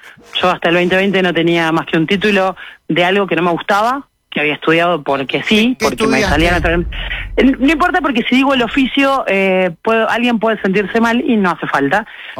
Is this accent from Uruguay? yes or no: yes; Uruguay; Soy uruguaya, tengo unas ganas de irme a Israel